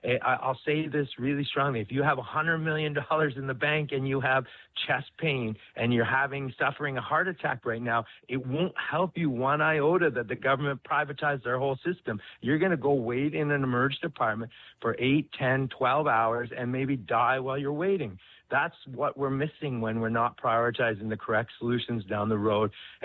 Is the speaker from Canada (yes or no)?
yes; Alberta, Canada; I'm a Canadian. I'm an Albertan.